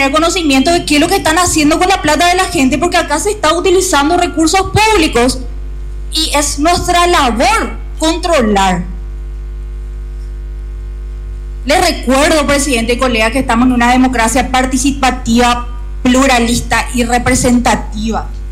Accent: Luque, Central, Paraguay; A mí me duele como paraguaya, como ciudadana luqueña

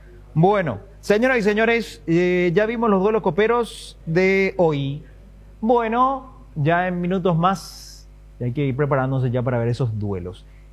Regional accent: Paraguay

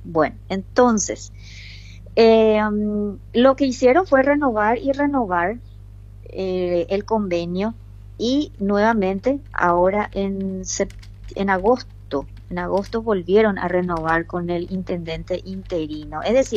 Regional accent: Paraguay; nosotros como paraguayos

